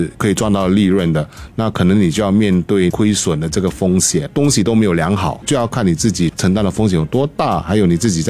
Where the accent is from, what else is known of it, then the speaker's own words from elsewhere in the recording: Singapore; 我们新加坡人对于公积金的高度的信任